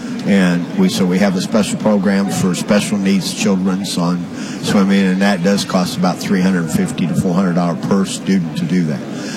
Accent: Houston, Texas, United States; we're both from Houston

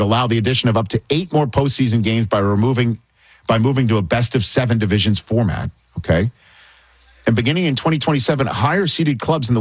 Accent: New York, United States

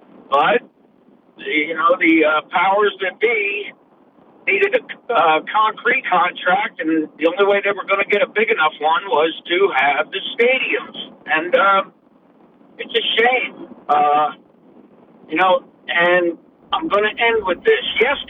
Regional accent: New Jersey, United States; now in Norwich, United States; I'm from New Jersey, through high school years, and I lived in a town of 3,400 people in the winter, 10,000 in the summer

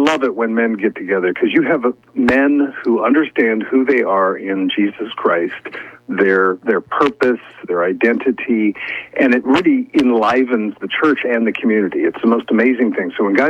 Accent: Oregon, United States; Well, I'm from Oregon. I'm Central Oregon.

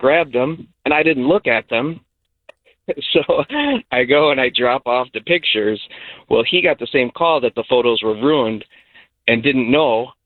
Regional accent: Racine, Wisconsin, United States; now in Franklin, United States; I grew up in Racine

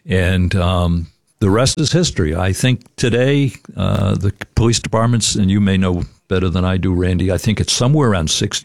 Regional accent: New Jersey, United States; now in Keene, United States; And so here I come from New Jersey, a big mouth from New Jersey.

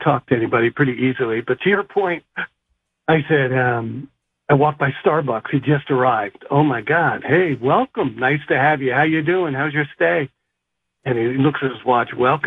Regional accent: New Jersey, United States; I'm originally from Jersey, right?

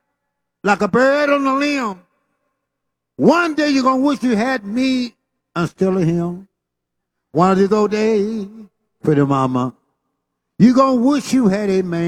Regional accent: Mississippi, United States; Yeah, get in the sun. You know, we're from Mississippi. It ain't hot to us.

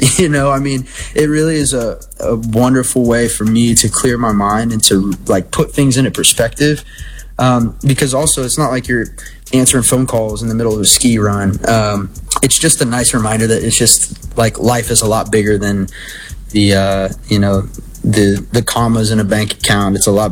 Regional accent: Oklahoma, United States; now in Texas, United States; I grew up in Oklahoma. I live in Texas now

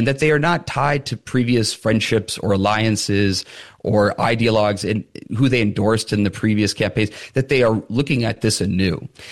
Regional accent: Lewiston, Maine, United States; I'm from Lewiston, born and raised. I'm raising my family in Lewiston, Auburn.

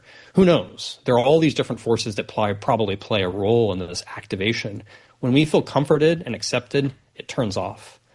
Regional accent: Topeka, Kansas, United States; moved away as an adult; So I grew up in Kansas. I was born and raised in Topeka, Kansas.

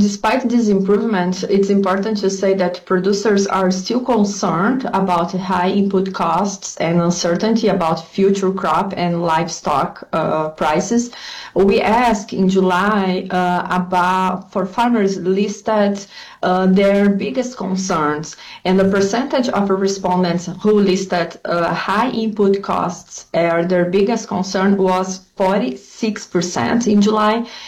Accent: South Region, Brazil; now in West Lafayette, United States; I'm from the south of Brazil, close to Argentina and Uruguay, so sometimes we have cold days

